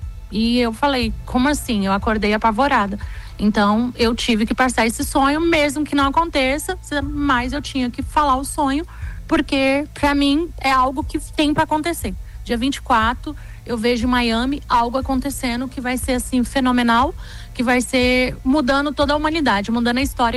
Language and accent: Portuguese; Brazil; eu sou brasileira